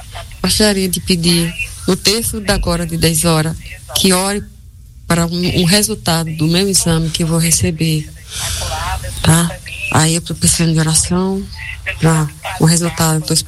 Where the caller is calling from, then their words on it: Maceió, Alagoas, Brazil; Sou de Maceió … de Maceió, Alagoas.